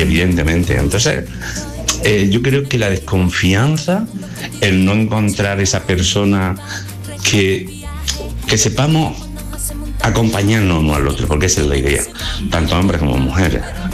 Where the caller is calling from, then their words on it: Granada, Andalusia, Spain; de Granada.